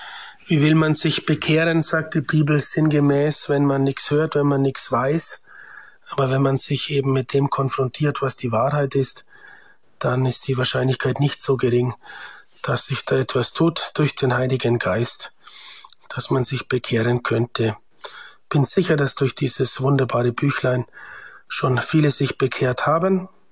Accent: Bavaria, Germany; now in Liechtenstein; ich bin 48 Jahre alt, bin aus Bayern, aus Oberfranken

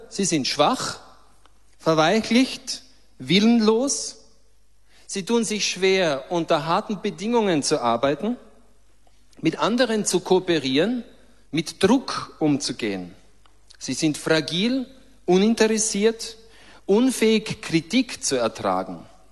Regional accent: Styria, Austria; Ich bin ja Steirer.

